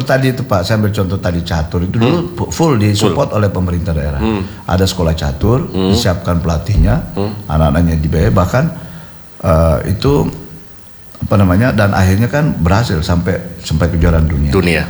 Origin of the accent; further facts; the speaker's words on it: Tarakan, North Kalimantan, Indonesia; kita sebagai orang Tarakan